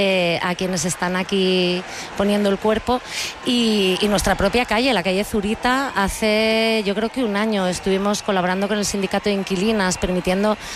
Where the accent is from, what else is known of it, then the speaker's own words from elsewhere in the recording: Santander, Cantabria, Spain; now in Madrid, Spain; es el barrio al que yo llegué desde Santander, que yo soy de Santander, y yo llegué a Lavapiés, no llegaba a Madrid, ¿no?